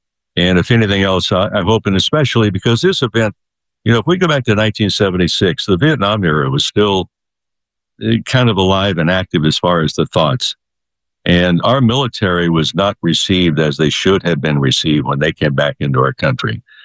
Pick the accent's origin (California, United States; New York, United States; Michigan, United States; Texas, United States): California, United States; Santa Monica; For me, Buster, was going back home because I grew up in Santa Monica.